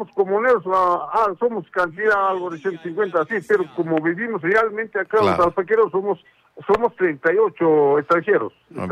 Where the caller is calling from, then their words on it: Ayacucho, Peru; soy de Ayacucho.